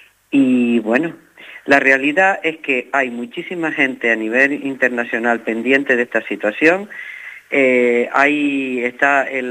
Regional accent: Canary Islands, Spain

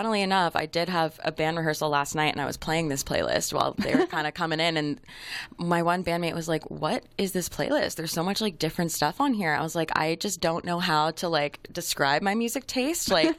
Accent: Windsor, Ontario, Canada; born there; also born or lived in Toronto; I moved back to Windsor from Toronto

